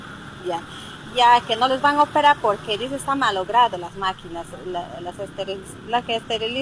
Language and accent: Spanish; Juanjuí, San Martín, Peru; Mi hijita, yo vengo de Juanjuy, estoy aquí desde el jueves, ya.